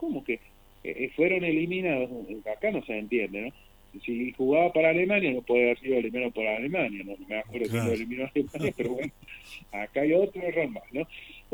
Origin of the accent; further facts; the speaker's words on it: Argentina; los normales somos todos técnicos porque somos argentinos.